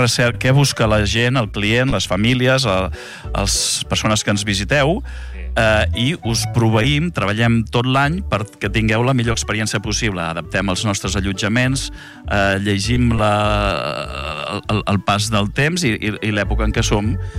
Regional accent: Cambrils, Catalonia, Spain; Jo sóc de Cambrils.

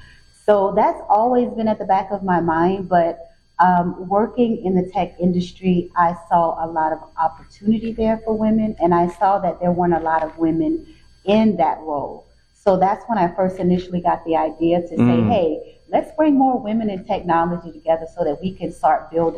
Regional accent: South Carolina, United States; Growing up in South Carolina and growing up around strong women such as my grandmother and my mother.

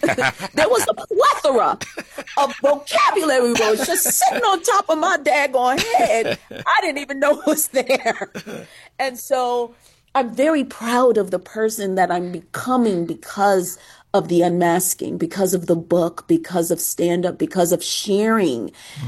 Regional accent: Newark, New Jersey, United States; Come on, I grew up in Newark, New Jersey. And in the 70s and 80s, you couldn't look different, okay, in order to survive it, right?

